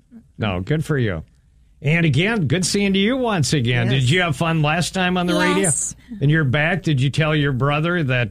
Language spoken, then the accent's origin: English; Wilmer, United States; I grew up in Wilmer. Tracy and I both did. We grew up two blocks away, went to the same church.